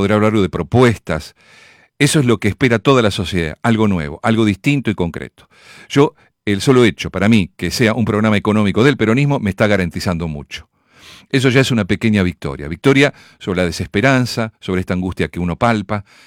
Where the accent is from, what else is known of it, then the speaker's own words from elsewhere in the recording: Mar del Plata, Buenos Aires Province, Argentina; born there; nací en Mar del Plata.